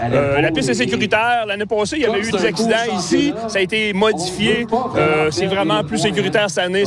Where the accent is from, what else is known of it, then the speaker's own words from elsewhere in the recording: Rivière-du-Loup, Quebec, Canada; now in Quebec City, Canada; Moi, je suis natif de Rivière-du-Loup. Je viens de Québec pour cet événement-là.